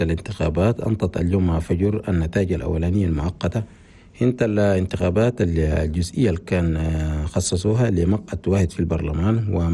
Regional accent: Chad; في بلدنا تشاد

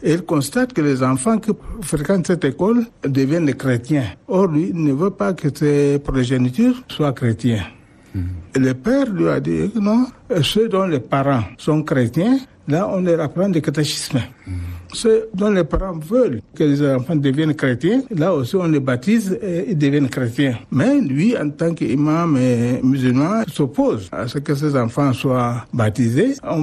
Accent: Baro, Guéra, Chad; also born or lived in Oumran; Mais j'ai grandi à Baro, dans le canton de Ngor. Donc c'est là où j'ai grandi et j'ai fréquenté l'école.

